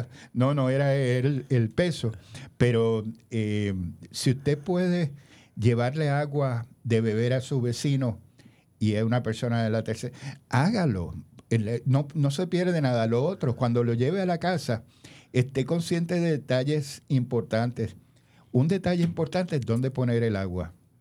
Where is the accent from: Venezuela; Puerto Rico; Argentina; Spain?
Puerto Rico; nosotros como puertorriqueños, y mi familia es mayagüezana, yo soy de aquí de pura cepa para los disparateros que dicen que yo no soy puertorriqueño.